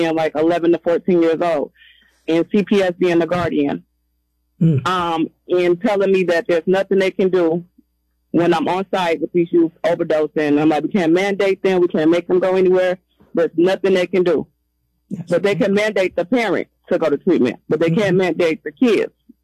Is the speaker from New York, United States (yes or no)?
no; Minneapolis, Minnesota, United States; I'm from North Minneapolis, and I really everything I do, I want to bring back and teach my community.